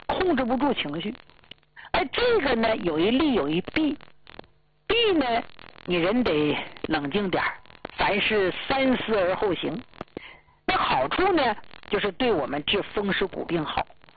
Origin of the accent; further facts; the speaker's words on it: Jilin, China; 咱们吉林老家人都知道，冬暖夏凉